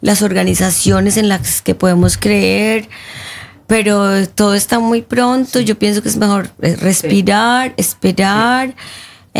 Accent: Colombia; Yo soy colombiana, nunca había estado.

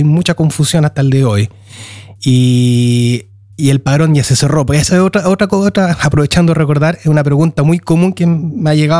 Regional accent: Chile; moved away; nuestras autoridades chilenas

